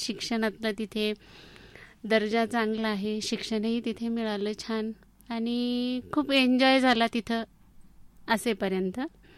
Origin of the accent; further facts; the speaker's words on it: Latur, Maharashtra, India; moved away as an adult; now in Ahmednagar, India; मी मूळची लातूरचीच. माझं पूर्ण शिक्षण म्हणजे ग्रॅज्युएशनपर्यंत लातूरमध्येच झालं आणि जन्मगावही तेच आहे